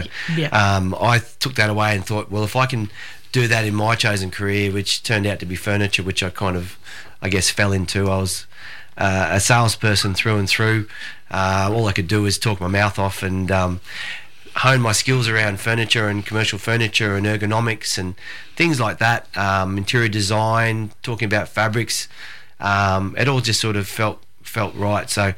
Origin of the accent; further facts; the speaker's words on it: New South Wales, Australia; I grew up in New South Wales, country New South Wales